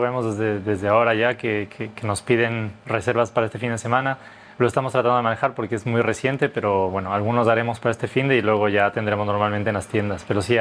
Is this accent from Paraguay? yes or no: no; Ecuador; now in Spain; yo soy ecuatoriano y quería dar un guiño a mi país.